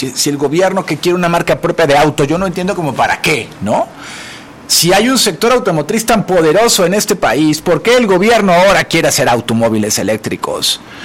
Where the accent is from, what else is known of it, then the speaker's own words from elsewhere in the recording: Mexico; soy un mexicano